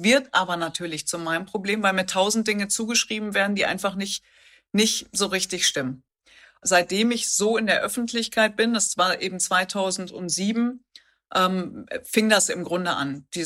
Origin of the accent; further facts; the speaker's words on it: North Rhine-Westphalia, Germany; ich komme aus dem Pott.